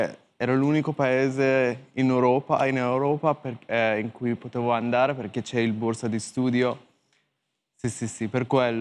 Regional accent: Iran; Italian is a second language; moved away as an adult; now in Turin, Italy; io sono persiano, vengo dall'Iran

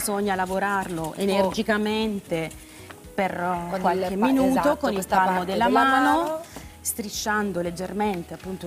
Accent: Apulia, Italy; now in Brescia, Italy; Un paesino a pochi chilometri da Santa Maria di Leuca.

